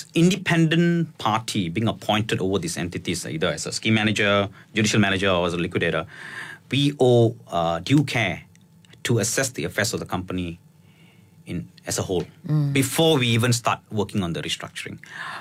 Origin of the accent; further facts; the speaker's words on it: Malaysia; we as Malaysian